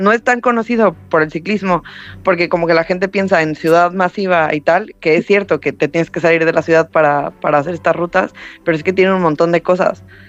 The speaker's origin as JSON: {"language": "Spanish", "country": "Mexico", "lives_now": "Madrid, Spain", "said": "Yo soy mexicana y creo que conozco más pueblos que la gente de Madrid solo por la bici."}